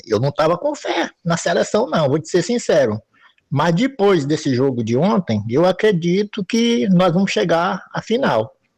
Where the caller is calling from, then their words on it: São Mateus, Espírito Santo, Brazil; tô falando de São Mateus, Espírito Santo